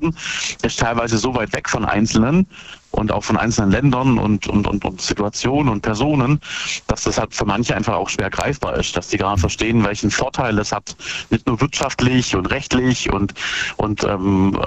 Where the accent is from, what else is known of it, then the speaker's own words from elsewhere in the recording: Brackenheim, Baden-Württemberg, Germany; Hey, ich komme aus Brackenheim.